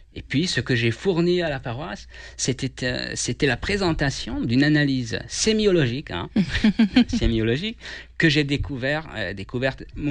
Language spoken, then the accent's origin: French; Hungary; French is a second language; moved away as an adult; now in France; Moi je suis d'origine hongroise et ça fait bientôt 4 ans que je suis en France. Je suis arrivé dans le cadre d'un échange étudiant Erasmus en août 2022, puisque avant j'étais étudiant à la faculté luthérienne de théologie de Budapest